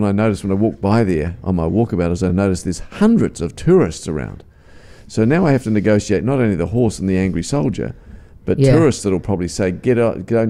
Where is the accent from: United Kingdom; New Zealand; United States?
New Zealand; moved away; I'm from New Zealand.